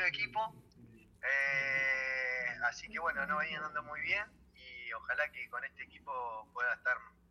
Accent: Necochea, Buenos Aires Province, Argentina

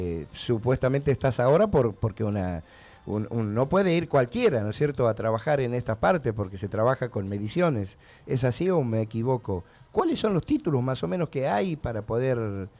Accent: Tucumán, Argentina; La caña de azúcar en sí, uh-huh, es un producto muy nuestro, muy tucumano

